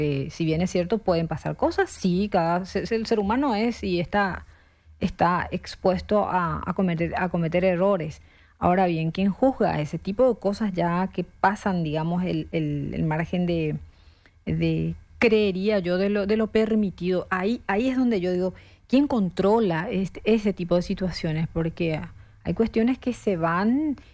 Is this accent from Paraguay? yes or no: yes; Paraguay; en mi país, Paraguay